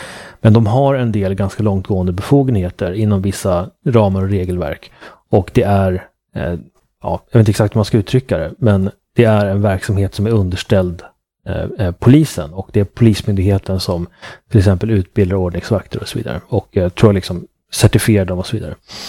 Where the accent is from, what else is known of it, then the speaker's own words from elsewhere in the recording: Uppsala, Uppsala County, Sweden; jag kommer från Uppsala.